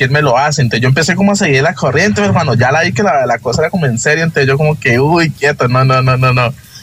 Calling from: Neiva, Huila, Colombia; nosotros somos de Neiva

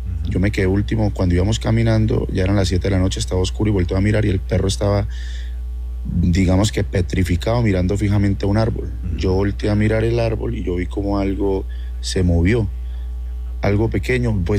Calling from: Bucaramanga, Santander, Colombia; Le hablo desde Bucaramanga, la ciudad bonita.

